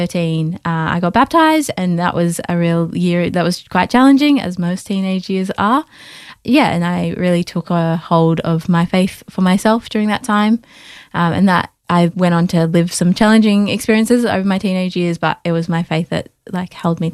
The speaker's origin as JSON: {"language": "English", "town": "Ballarat", "region": "Victoria", "country": "Australia", "tie": "born or raised there", "moved": "as an adult", "lives_now": "Melbourne, Australia", "said": "Yeah, I'm from Ballarat and I moved to Melbourne when I was an adult for uni."}